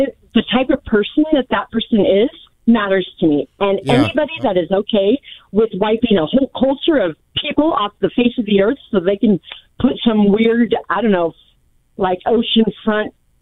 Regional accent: Placerville, California, United States; moved away as an adult; also born or lived in Orange County, California; now in Bullhead City, United States; Okay, yeah, I moved out here from Orange County. I'm originally from Placerville, California.

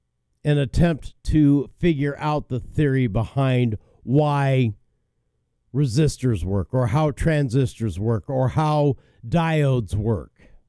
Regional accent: Wyoming, United States; born there

